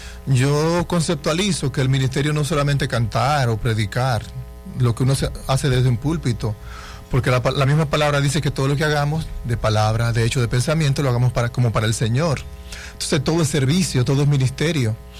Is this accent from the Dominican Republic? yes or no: yes; La Romana, Dominican Republic; born there; also born or lived in San Juan de la Maguana, Dominican Republic / Santo Domingo, Dominican Republic; no soy de la Romana como tal, pero aquí me crié, yo soy del sur profundo, San Juan de la Maguana, y entonces vinimos aquí bastante jovencito, aquí conocí al Señor, me desarrollé en la iglesia, etcétera.